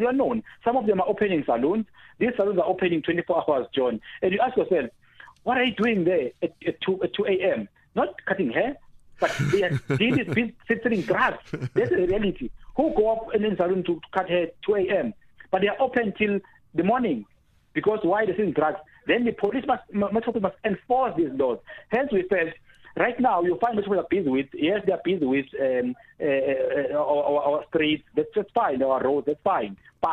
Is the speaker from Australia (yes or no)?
no; South Africa